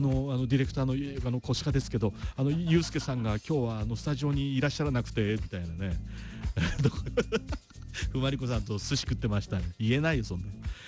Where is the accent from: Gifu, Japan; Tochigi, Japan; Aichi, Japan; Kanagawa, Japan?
Tochigi, Japan; Sano; 私のふるさと佐野